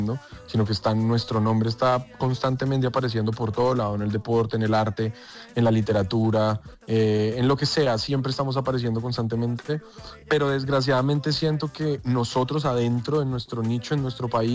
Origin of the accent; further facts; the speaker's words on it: Colombia; Y creo que en el momento en el que empezamos a apoyarnos como colombianos, en que, hermanos, si a este man le está yendo bien, pues yo empujo para que le vaya mejor